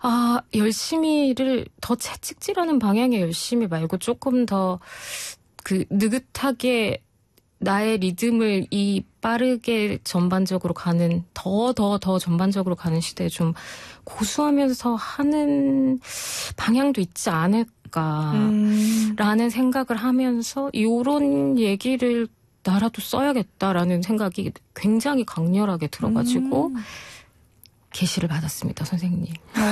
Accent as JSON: {"language": "Korean", "town": "Gunsan", "region": "North Jeolla", "country": "South Korea", "tie": "born or raised there", "moved": "as an adult", "lives_now": "Seoul, South Korea", "said": "서울에서 태어났고 지금은 이제 제가 40대가 되면서 서울에서 산 시간이 가장 길지만, 딱 유치원부터 그 고3까지 유년기는 전체를 아빠 직장 때문에 전라북도 군산이라는 소도시에서 지냈어요."}